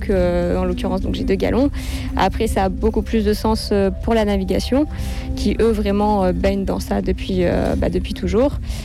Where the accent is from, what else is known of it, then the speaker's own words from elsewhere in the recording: Montpellier, Occitanie, France; moved away as an adult; Donc je suis de Montpellier à la base, mais c'est vrai que je me voyais pas rester à Montpellier.